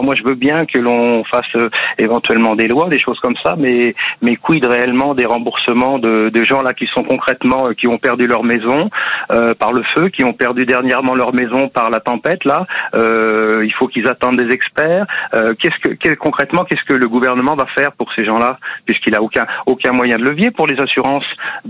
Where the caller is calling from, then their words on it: Bourgogne-Franche-Comté, France; Moi j'appelle de Lyon, très beau département, du côté d'Auxerre, oui, campagne.